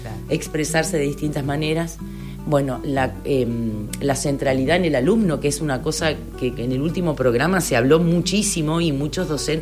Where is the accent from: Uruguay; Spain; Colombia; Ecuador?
Uruguay; soy una uruguaya afortunada